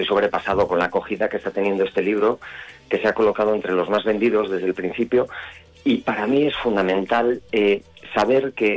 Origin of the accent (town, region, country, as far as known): Galicia, Spain